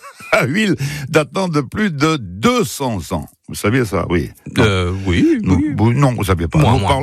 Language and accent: French; Auvergne-Rhône-Alpes, France; nous sommes d'ici, bien sûr, mais ici, Isère, bien évidemment. Et tout bon Isérois, c'est ça.